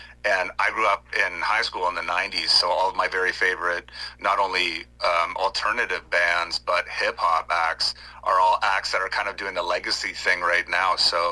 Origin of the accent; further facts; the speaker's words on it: Oshawa, Ontario, Canada; I'm from Oshawa, Ontario